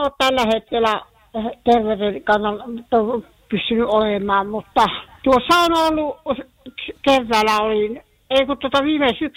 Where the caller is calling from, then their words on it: Oulu, North Ostrobothnia, Finland; Kaakkurista soitan.